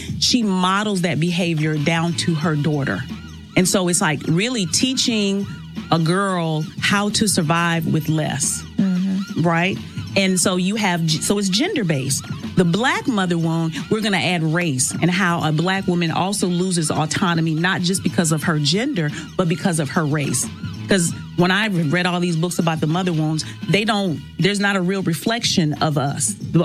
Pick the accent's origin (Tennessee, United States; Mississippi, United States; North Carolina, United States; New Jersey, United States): North Carolina, United States; Stedman; now in Rock Hill, United States; I'm from Stedman, North Carolina.